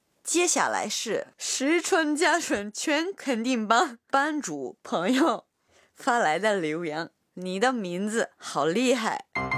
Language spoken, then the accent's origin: Chinese; Yamaguchi, Japan; 我的故乡山口也有不少美景，有些景色我从小就特别熟悉。